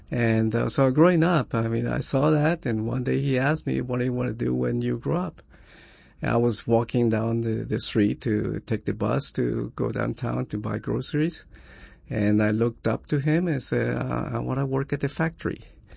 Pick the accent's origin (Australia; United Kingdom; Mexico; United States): Mexico; Ciudad Juárez, Chihuahua; Well, that's, I grew up in Juarez, just like many kids from El Paso do, because it was cheaper to live there.